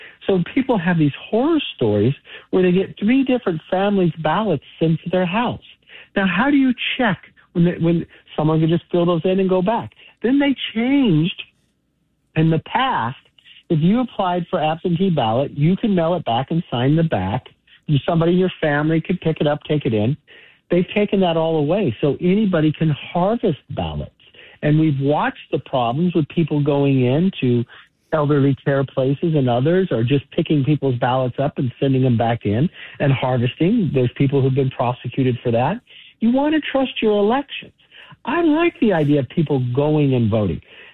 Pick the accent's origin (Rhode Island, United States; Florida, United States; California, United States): California, United States; in my years of growing up in California